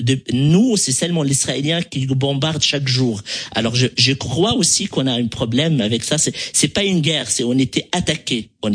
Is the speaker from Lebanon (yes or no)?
yes; North Lebanon, Lebanon; car moi par exemple je viens du Nord du Liban, heureusement ça se passe rien